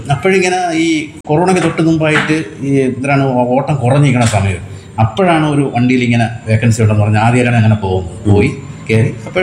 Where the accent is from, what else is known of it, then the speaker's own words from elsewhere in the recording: Venjaramoodu, Kerala, India; സ്ഥലം തിരുവനന്തപുരം വെഞ്ഞാറമൂടാണ്.